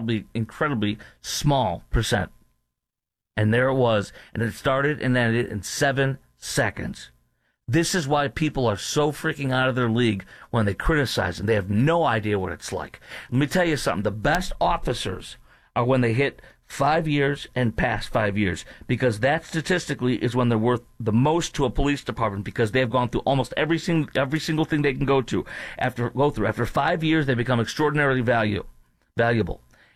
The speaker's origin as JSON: {"language": "English", "town": "Chicago", "region": "Illinois", "country": "United States", "tie": "born or raised there", "said": "Chicago, my hometown"}